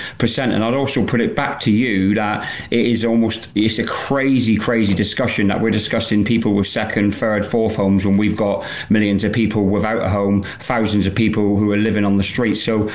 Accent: Plymouth, South West England, United Kingdom; I'm from Plymouth, which is in the southwest, right on the cusp of Cornwall.

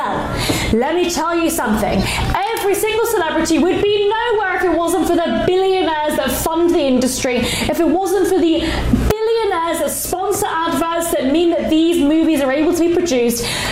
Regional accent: United Kingdom; accent: British; moved away as an adult; now in Washington, D.C., United States; he heard that I had a British accent. He said, hi, are you British? And I said, yeah, I'm British.

